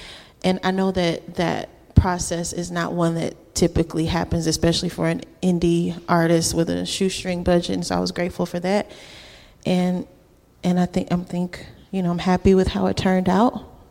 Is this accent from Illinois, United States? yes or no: yes; Chicago, Illinois, United States; also born or lived in Kalamazoo, Michigan; I'm from Chicago, but I went to school in Michigan.